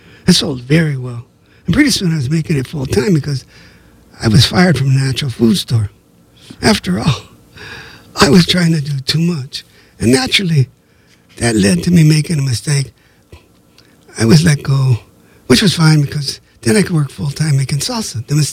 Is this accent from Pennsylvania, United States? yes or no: no; Los Angeles, California, United States; The best friend I ever had, Alex, who I grew up with in East LA, called me up occasionally at 1, 2, 3 in the morning after partying.